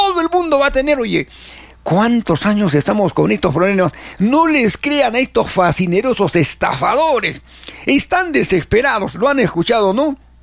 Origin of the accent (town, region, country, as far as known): Arequipa, Peru